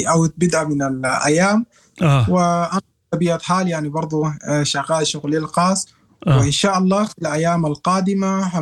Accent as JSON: {"language": "Arabic", "country": "Sudan", "said": "وأنا سوداني يعني أعرف لغتهم تماما"}